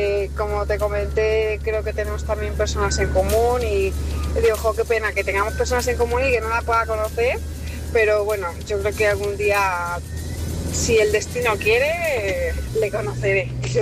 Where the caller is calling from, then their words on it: Madrid, Community of Madrid, Spain; Hola, José, buenos días. … de Madrid.